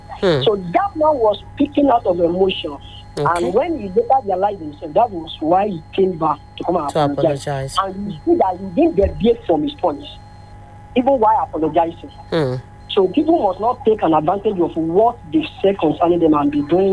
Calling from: Nigeria; we in Nigeria

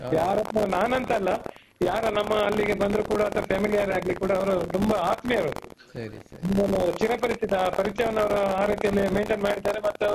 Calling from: Mangaluru, Karnataka, India; Vasuki Nagar ಯಕ್ಕೂರಿಂದ

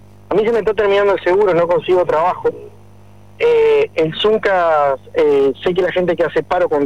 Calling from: Uruguay; como uruguayos que somos

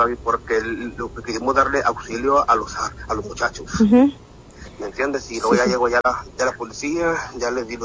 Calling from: Palau, Coahuila, Mexico; Aquí en Palau.

